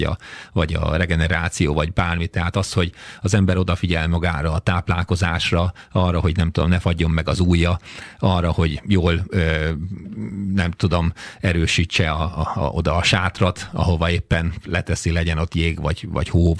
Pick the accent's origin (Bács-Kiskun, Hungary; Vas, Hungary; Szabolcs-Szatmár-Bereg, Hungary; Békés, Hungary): Békés, Hungary; Békéscsaba; Igen, kifejezetten nagyon is sík volt a szülő otthonom, illetve hát ugye Békéscsabán születtem, úgyhogy a táj, amit az első éveim során megismertem, ott sok dombot nem láttam, legfeljebb a körösöknek a körgátját.